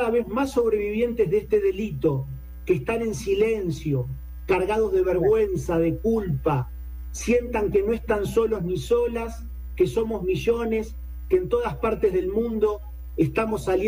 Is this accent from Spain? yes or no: no; Argentina; somos de la República Argentina, tenemos la alegría de estar ahora aquí en México